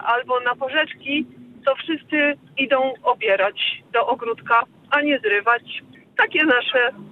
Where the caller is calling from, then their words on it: Silesian Voivodeship, Poland; ja dzwonię spod Bielska